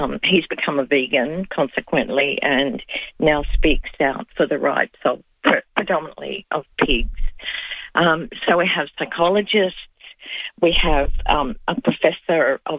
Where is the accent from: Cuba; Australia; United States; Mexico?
Australia; Adelaide, South Australia; moved away; Adelaide is my hometown